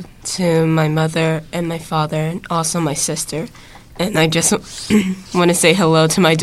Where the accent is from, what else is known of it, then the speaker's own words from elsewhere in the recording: Wilkinsburg, Pennsylvania, United States; I'm from Wilkinsburg.